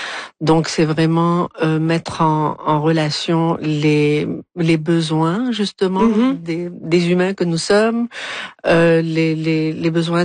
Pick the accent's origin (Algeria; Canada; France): Algeria; Algiers, Algiers Province; Alors, je dois préciser que je suis natif d'Alger.